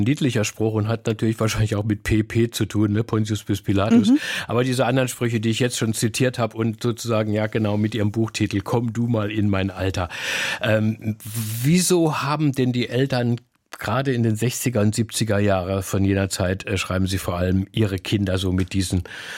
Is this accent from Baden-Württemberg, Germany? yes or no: yes; Baden-Württemberg, Germany; ich komme aus dem Dorf in Baden-Württemberg